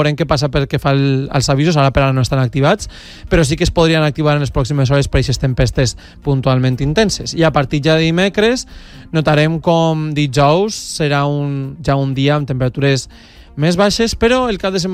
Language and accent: Catalan; Ademús, Valencian Community, Spain; al meu poble, a Ademús